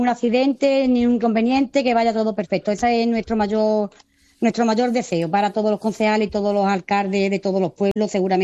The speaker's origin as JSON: {"language": "Spanish", "town": "El Saucejo", "region": "Andalusia", "country": "Spain", "said": "mi pueblo es un pueblo con mucho ambiente. No hace falta que sea feria, pero aquí tenemos siempre muy buen ambiente"}